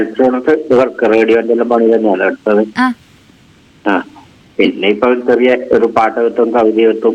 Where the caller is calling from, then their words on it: Payyanur, Kerala, India; Payyanur